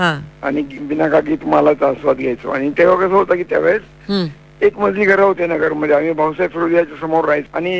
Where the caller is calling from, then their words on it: Ahilyanagar, Maharashtra, India; बोलतोय अहिल्यानगरून.